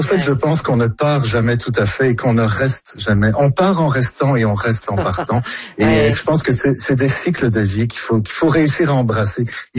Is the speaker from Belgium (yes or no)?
yes; Belgium; moved away as an adult; now in Canada; Puis moi, j'ai quitté la Belgique pour Natashquan. À l'époque, j'avais 23 ans. Je terminais mes études à Bruxelles et je savais, mon idée était faite.